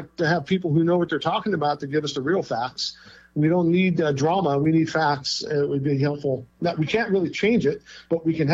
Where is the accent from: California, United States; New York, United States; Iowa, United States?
California, United States; It is a mirror image of what I grew up with here in California